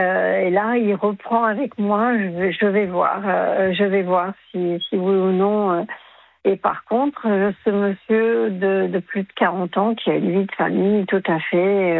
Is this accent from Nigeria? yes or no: no; France; also born or lived in Germany; je suis une Française, mais j'ai habité très longtemps en Allemagne.